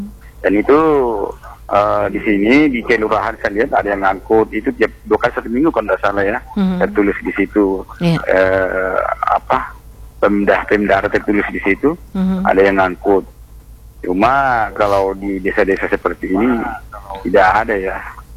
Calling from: South Sulawesi, Indonesia; di sini di Kabupaten Pindrang ini

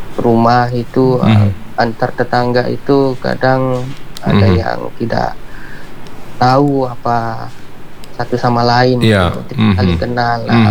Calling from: Ranai, Riau Islands, Indonesia; saya dari Ranai Darat.

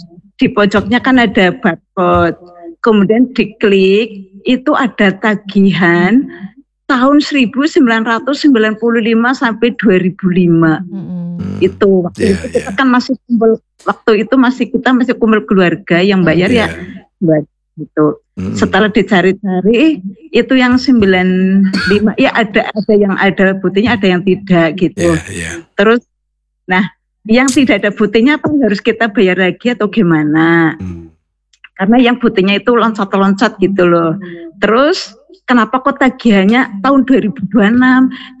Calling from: Baturraden, Central Java, Indonesia; Alhamdulillah di pemberitahuan di desa saya Batu Reden, intinya ada wali pajak tadi, di setiap RW itu dibuka loket pembayaran pajak gitu.

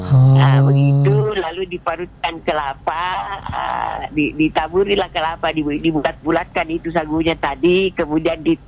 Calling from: Palopo, South Sulawesi, Indonesia; kita orang Palopo

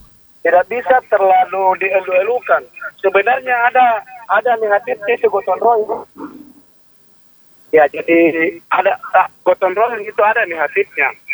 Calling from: Indonesia; semua rakyat Indonesia kan gotong royong minjam.

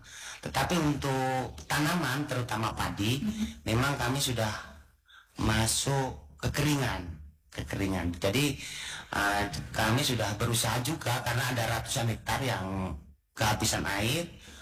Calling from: Gumbe, South Papua, Indonesia; Saya dari Kampung Gumbe.

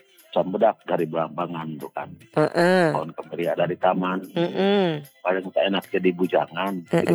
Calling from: West Java, Indonesia

